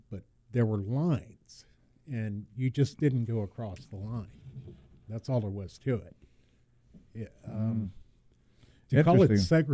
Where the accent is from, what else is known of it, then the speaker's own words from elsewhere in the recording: Reno, Nevada, United States; Reno, Nevada.